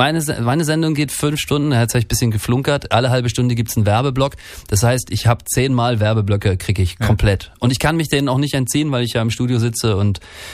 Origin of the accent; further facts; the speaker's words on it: Northern Germany, Germany; Ich komme ja aus dem Norden, das gab es aber bei uns auch nicht, aber so Moor.